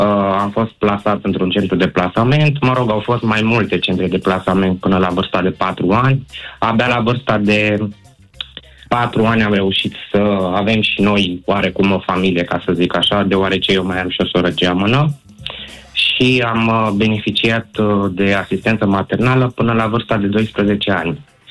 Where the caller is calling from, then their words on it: Buzău, Buzău County, Romania; Adică eu sunt din Buzău, de fel.